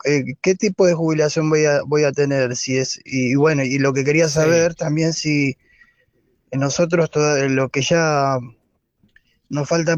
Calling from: San Isidro, Buenos Aires Province, Argentina; de San Isidro. Quería saber, doctor, yo tengo 30 años de aporte, ¿no? Tengo 63 años.

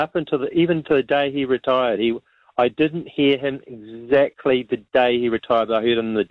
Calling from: Auckland, New Zealand; I said I was talking from Auckland, and he said he'd love to do a trip to Auckland

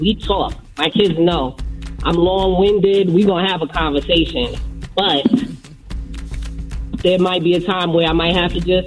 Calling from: Connecticut, United States; I am from Connecticut.

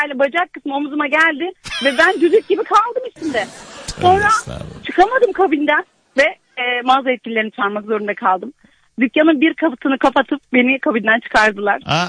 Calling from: Istanbul, Turkey; İstanbul'dayım

